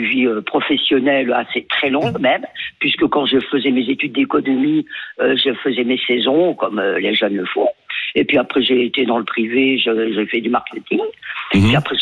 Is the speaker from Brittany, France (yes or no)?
no; Paris, Île-de-France, France; Oui, j'ai pris ma retraite à 68 ans passés, largement passés, puisque je suis de Montmartre.